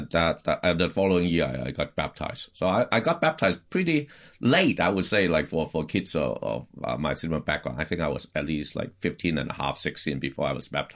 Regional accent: Hong Kong; So I was born and raised in Hong Kong, back then it was, Chinese, what they call special administrative region, but back then it was a British colony.

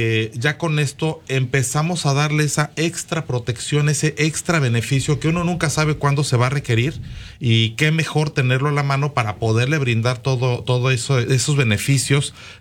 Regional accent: Mexico; now in United States; porque yo soy mexicano

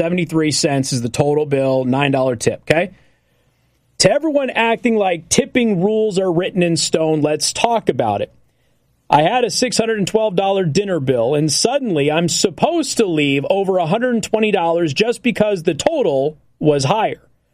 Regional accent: Las Vegas, Nevada, United States; I'm from Las Vegas. I am from a tipping culture. I have always over-tipped. That has been the way that I was raised.

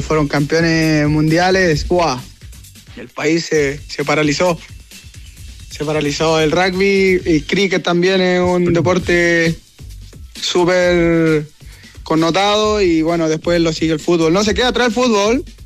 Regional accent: Chile; hay que esperar nomás y a darle, como todo chileno, siempre para adelante.

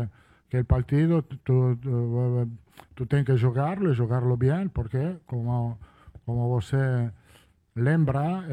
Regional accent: Italy; Portuguese is a second language; now in Brazil; Me sinto bem, italiano, brasileiro, sou italiano. É uma experiência fantástica treinar no Brasil.

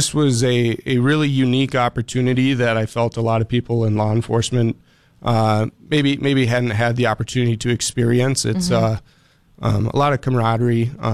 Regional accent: Harwood, North Dakota, United States; I grew up in Harwood, so went to high school in West Fargo here.

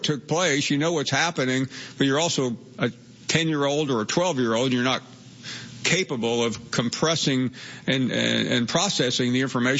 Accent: Memphis, Tennessee, United States; I grew up in Memphis, Tennessee, which borders Arkansas to the west and Mississippi to the south.

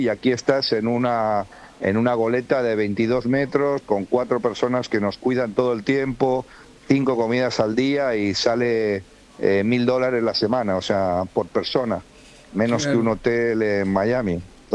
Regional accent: Argentina; como buen argentino hay que buscar lo bueno, bonito y barato.

